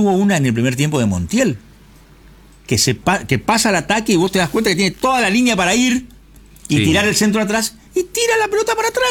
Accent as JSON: {"language": "Spanish", "country": "Argentina"}